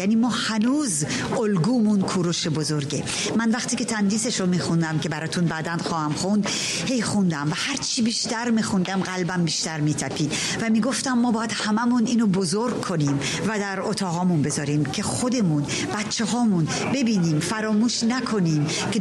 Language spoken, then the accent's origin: Persian; Iran; now in Paris, France; به عنوان یک ایرانی، به عنوان یک شاعر